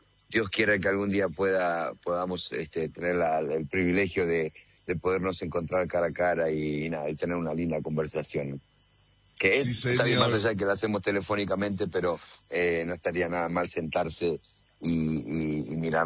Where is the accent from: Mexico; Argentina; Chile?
Argentina; Hoy somos todos Argentina, hoy yo me encuentro